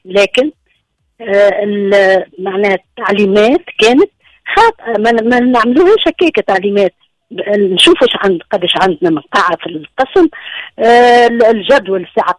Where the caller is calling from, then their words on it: Tunis, Tunis Governorate, Tunisia; أنا من العاصمة من تونس